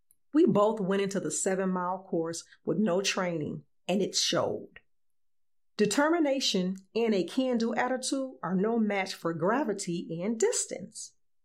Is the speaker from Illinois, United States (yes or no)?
yes; Illinois, United States; moved away; The race is in my hometown in Illinois